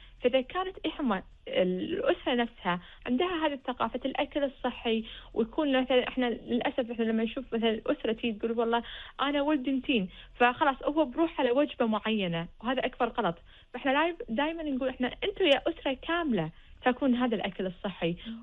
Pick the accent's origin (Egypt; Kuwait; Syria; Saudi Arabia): Kuwait; احنا عندنا بالكويت مع الجو الحار